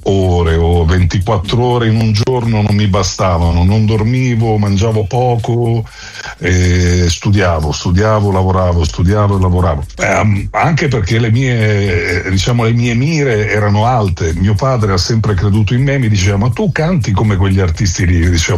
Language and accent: Italian; Milan, Lombardy, Italy; Io vengo dalla periferia di Milano